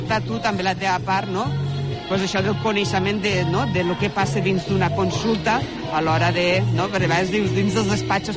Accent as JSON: {"language": "Catalan", "town": "El Vendrell", "region": "Catalonia", "country": "Spain", "said": "Jo soc del Vendrell, jo soc del Vendrell."}